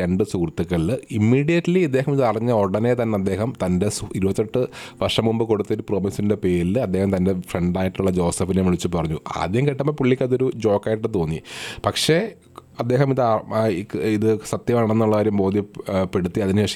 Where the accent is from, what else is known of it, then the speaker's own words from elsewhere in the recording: Kerala, India; moved away; ഞങ്ങളുടെ നാട്ടിൽ കരുനാഗപ്പള്ളി